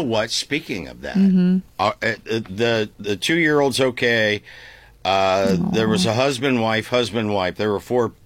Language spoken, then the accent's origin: English; Tuscarawas County, Ohio, United States; Now, I grew up in Amish country, Tuscarawas County.